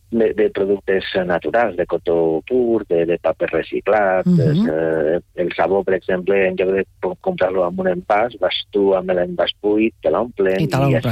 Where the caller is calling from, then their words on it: Barcelona, Catalonia, Spain; també del meu barri